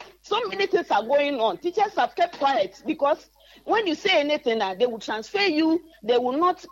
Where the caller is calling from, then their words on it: Fijai, Western Region, Ghana; I'm from Isata. It's Fijai.